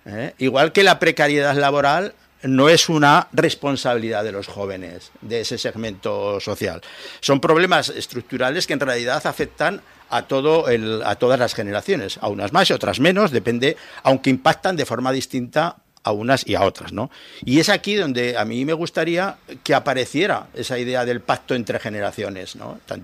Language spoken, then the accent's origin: Spanish; Zaragoza, Aragon, Spain; born there; Los aragoneses de hoy, los zaragozanos de hoy, no somos los zaragozanos de ayer. No podemos pensar exclusivamente en los que nacimos aquí.